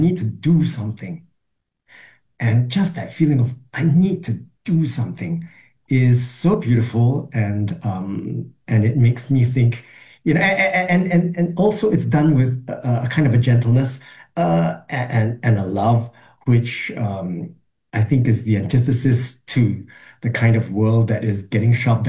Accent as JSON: {"language": "English", "country": "Singapore", "said": "as a Singaporean"}